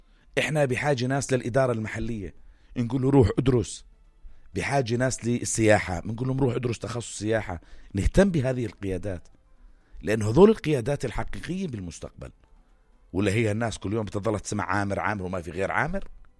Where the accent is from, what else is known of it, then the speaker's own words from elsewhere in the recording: Jordan; والله ما بقولها لأن أنا أردني